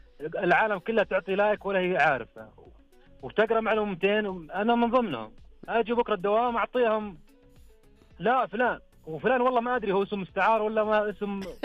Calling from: Rafha, Northern Borders, Saudi Arabia; من رفح الحدود الشماليه.

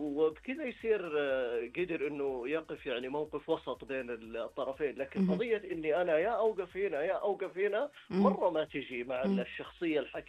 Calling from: Medina, Medina Province, Saudi Arabia; من جامعه الطيبه بالمدينه المنوره

